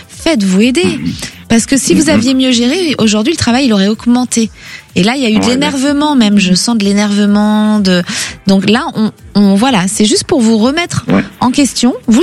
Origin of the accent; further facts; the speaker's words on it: Villejuif, Île-de-France, France; Moi, j'ai grandi à côté, à Villejuif.